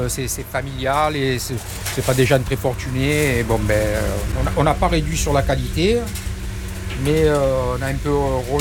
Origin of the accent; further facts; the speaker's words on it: Marseille, Provence-Alpes-Côte d'Azur, France; Oui, je suis né à l'Estac et je connais les kiosques depuis toujours.